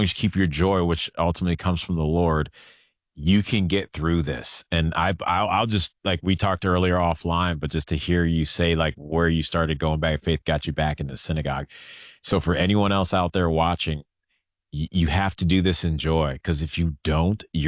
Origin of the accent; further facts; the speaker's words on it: Chicago, Illinois, United States; I grew up in Chicago